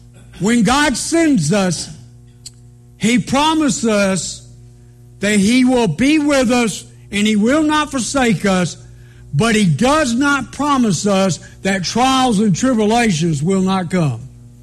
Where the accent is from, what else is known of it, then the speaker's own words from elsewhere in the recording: Georgia, United States; because I came from South Georgia, where everything's either a swamp or it's flat, okay?